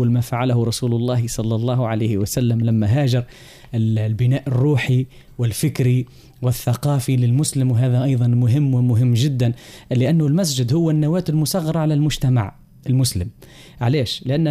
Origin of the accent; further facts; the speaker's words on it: Tunisia; وعلى بلادنا تونس الحبيبة إلى قلوبنا.